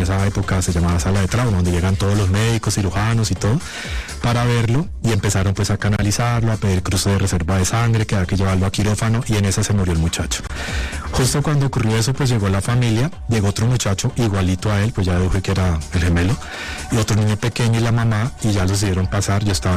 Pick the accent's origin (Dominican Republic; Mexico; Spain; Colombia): Colombia; Ginebra, Valle del Cauca; y pues yo soy del Valle del Cauca, de Ginebra Valle, y trabajaba en Cali.